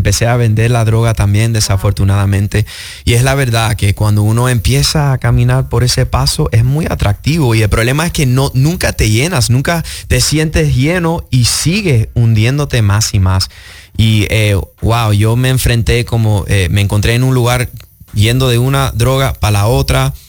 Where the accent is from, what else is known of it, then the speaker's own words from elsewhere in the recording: Miami, Florida, United States; yo me crié en la iglesia, gracias a Dios, padres cubanos, cristianos, iba a decir, pero también cubanos. Yo nací aquí en Miami y fui a una escuela cristiana.